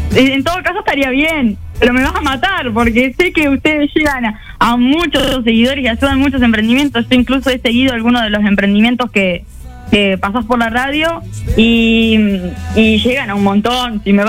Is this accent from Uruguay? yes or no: yes; Maldonado, Uruguay; yo soy de Maldonado, nos conocemos acá